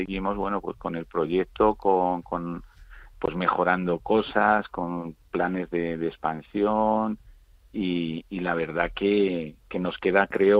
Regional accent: Madrid, Community of Madrid, Spain; soy madrileño del Atlético de Madrid

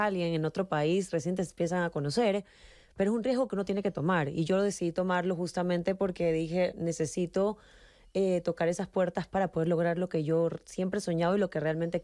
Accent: Ecuador; moved away as an adult; now in Madrid, Spain; Ecuador es un país maravilloso, pero siento que ya he hecho todo lo que tenía que hacer en mi país, artísticamente hablando

